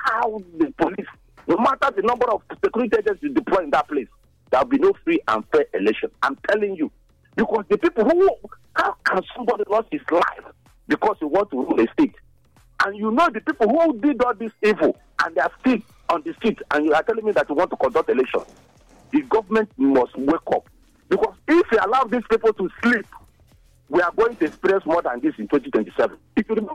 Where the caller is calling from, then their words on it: Benin City, Edo, Nigeria; I'm calling from Benin.